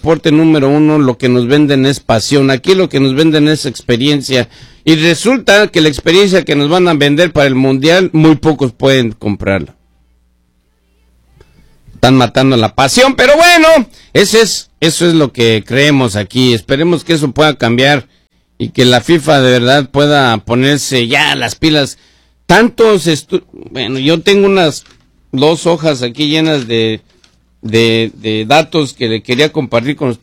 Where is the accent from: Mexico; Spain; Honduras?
Mexico; now in Seattle, United States; todos los que somos mexicanos